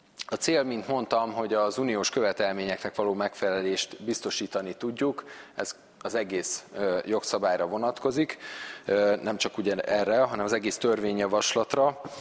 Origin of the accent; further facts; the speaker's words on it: Eger, Heves, Hungary; Én egri vagyok